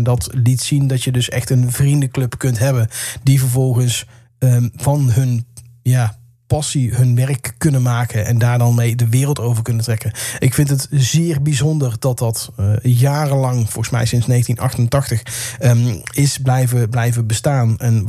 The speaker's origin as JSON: {"language": "Dutch", "town": "Boxtel", "region": "North Brabant", "country": "Netherlands", "said": "in Boksel, waar ik vandaan kom."}